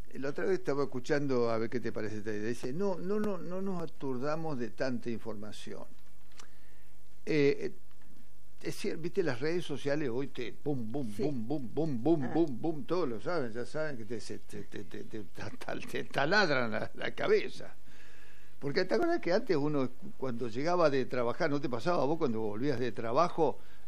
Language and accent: Spanish; Argentina